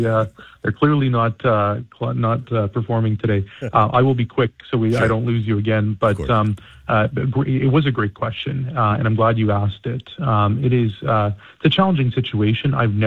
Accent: British Columbia, Canada; Now is the time for us as British Columbians to dig deep and do our part as well.

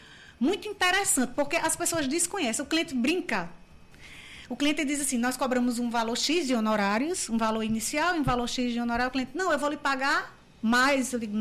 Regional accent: Currais Novos, Rio Grande do Norte, Brazil; moved away as an adult; now in Natal, Brazil; eu vim do interior, com 19 anos para Natal

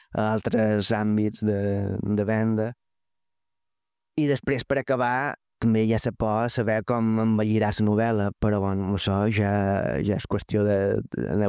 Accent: Balearic Islands, Spain; Però, com a autors menorquins, és molt, molt difícil fer-se un lloc en aquest mercat

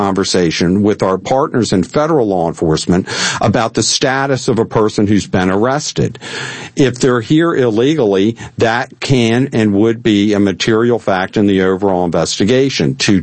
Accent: Maryland, United States; We both graduated from high school in 1979, but he's from New York and I'm from Maryland.

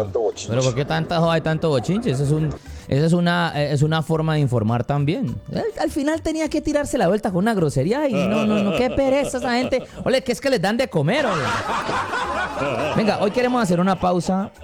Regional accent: Colombia; más bien como colombianos, para elegir en paz, con respeto y pensando pues en el futuro de nuestras familias y de nuestro país.

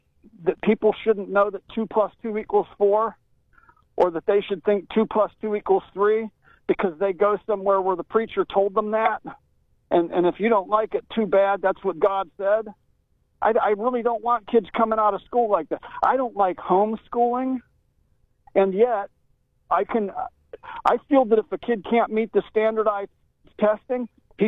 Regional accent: Aurora, United States; I grew up in Aurora.

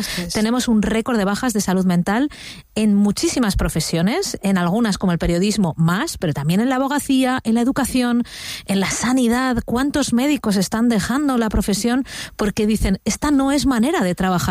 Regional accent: Madrid, Community of Madrid, Spain; born there; Yo nací en Madrid, pero mi padre es de Málaga y mi madre era de Almería

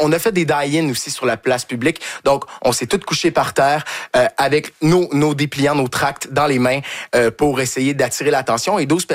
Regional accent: Quebec, Canada; Et du fait qu'on est Québécois aussi, ça aide. On est dans le sud de la France, c'est un accent qu'ils ne sont pas habitués d'entendre.

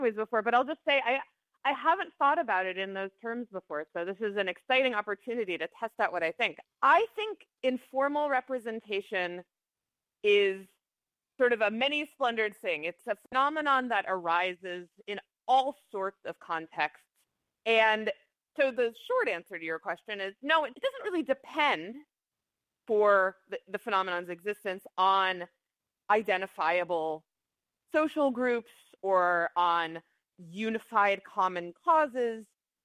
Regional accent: United States; I grew up in the United States. I know examples from the United States. And so I tried to write from a context that I'm familiar with.

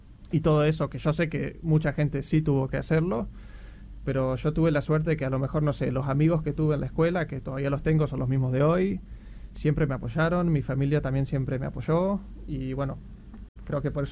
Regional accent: Paraná, Entre Ríos, Argentina; tuve la suerte cuando empecé ballet de chico acá en Paraná

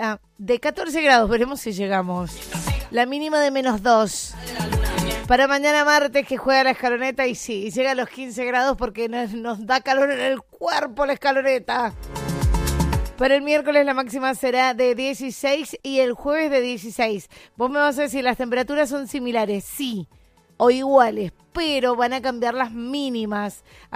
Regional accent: Argentina; Como argentinos, como hinchas.

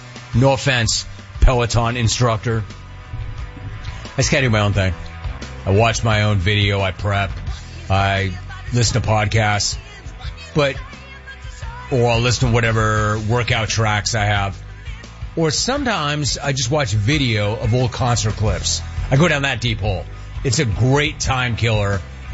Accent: Canada; If Canadians are trashing … it's because … stinks, and I'm Canadian.

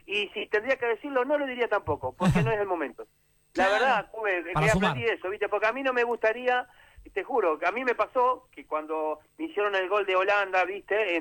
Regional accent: Argentina; Como argentinos nunca estamos conformes.

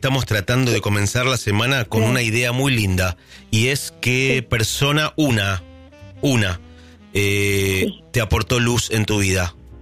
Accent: Argentina; y somos tan argentinos que...

